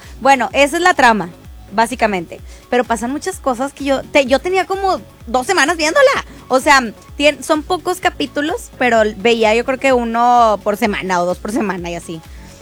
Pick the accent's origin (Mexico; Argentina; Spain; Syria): Mexico; Monterrey, Nuevo León; Amo ser regio, regia. Y que nosotros aquí en Monterrey hablemos bien raro, pero bien chido